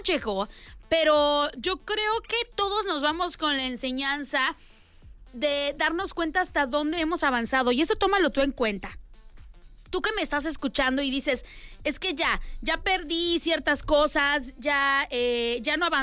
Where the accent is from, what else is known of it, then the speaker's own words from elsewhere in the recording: Mexico; Porque así somos los mexicanos.